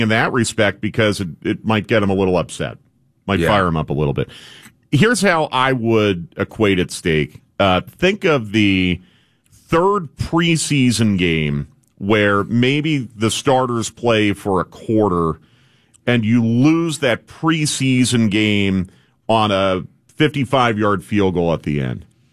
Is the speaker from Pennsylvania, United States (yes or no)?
yes; Pennsylvania, United States; I grew up near Philadelphia, and that was Jersey Shore